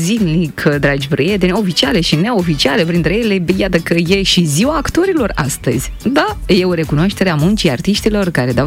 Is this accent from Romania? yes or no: no; Moldova